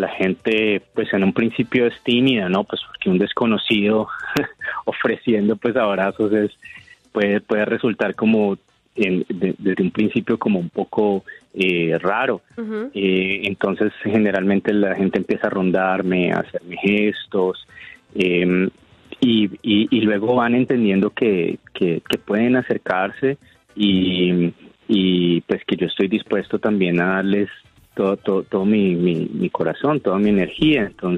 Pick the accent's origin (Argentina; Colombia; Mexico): Colombia; Cali, Valle del Cauca; como caleños y caleñas